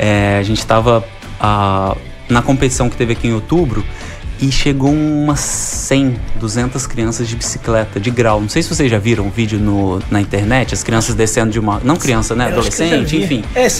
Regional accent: Brazil; now in Rio de Janeiro, Brazil; mesmo sendo brasileiro

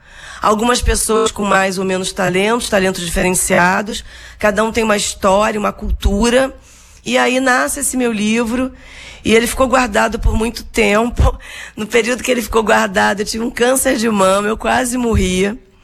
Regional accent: Rio de Janeiro, Brazil; born there; Meus avós são refugiados, judeus, e eu nasci aqui em Cascadura, maternidade pública, e minha família tinha muita necessidade de escassez, não tinham estudo, não tinham famílias aqui no Brasil.

